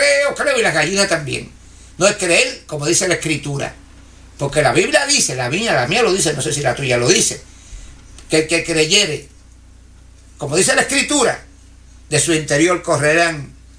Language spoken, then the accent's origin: Spanish; Puerto Rico; now in Pennsylvania, United States; Está aquí en Pensilvania, donde yo estoy. Pero como yo soy puertorriqueño, pienso que estoy en mi patria.